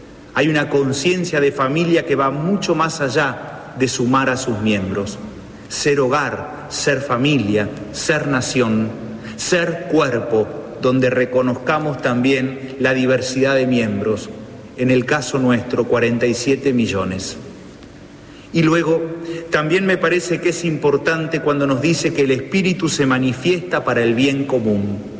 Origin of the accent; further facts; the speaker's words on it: Argentina; como pueblo argentino somos nación.